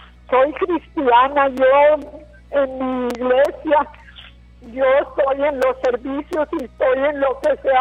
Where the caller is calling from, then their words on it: Soto La Marina, Tamaulipas, Mexico; De Soto La Marina, México.